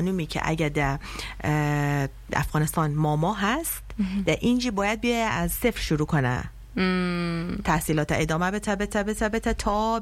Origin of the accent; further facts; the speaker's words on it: Iran; now in France; من اصالتا افغان هستم در ایران در دنیا آمدم بزرگ شدم یعنی دو تا فرهنگ با هم یدک کشیده همزمان بعد آمدیم اینجا با فرهنگ فرانسه